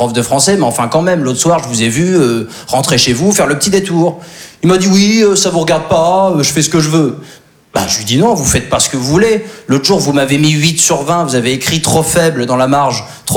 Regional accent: Normandy, France; Alors moi, je suis originaire de Basse-Normandie.

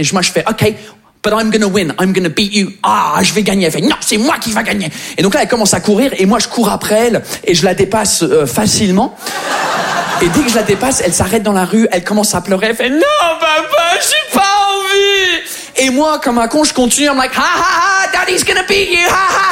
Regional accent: England, United Kingdom; French is a second language; now in France

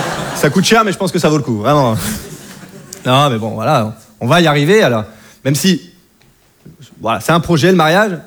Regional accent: Hauts-de-France, France; parce que chez moi, en Picardie, vous en doutez, entre voisins, il y a de l'ambiance.

